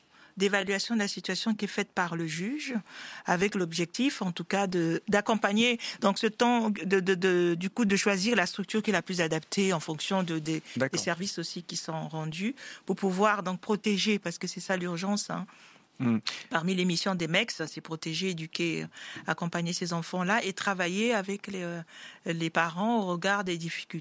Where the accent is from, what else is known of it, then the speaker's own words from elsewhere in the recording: France; born there; Je suis née en France